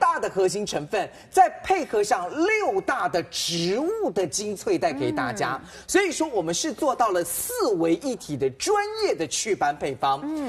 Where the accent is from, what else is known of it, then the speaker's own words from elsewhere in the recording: China; 而且国货的更适合我们中国人的皮肤